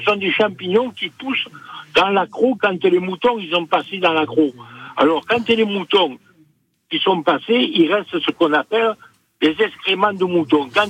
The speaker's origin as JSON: {"language": "French", "town": "Parma", "region": "Emilia-Romagna", "country": "Italy", "lives_now": "France", "said": "Alors j'ai eu l'occasion d'acheter un peu de jambon cru, mais du jambon de Parme, ma région d'origine."}